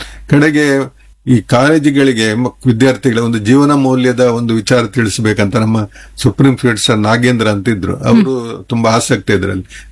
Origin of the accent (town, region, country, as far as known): Kundapur, Karnataka, India